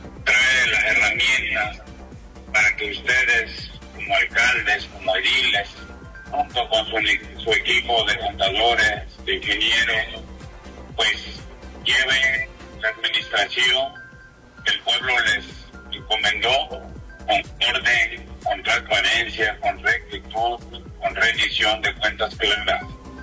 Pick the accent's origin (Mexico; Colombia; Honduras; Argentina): Mexico; Veracruz; Somos compañeros veracruzanos y muchos somos indígenas.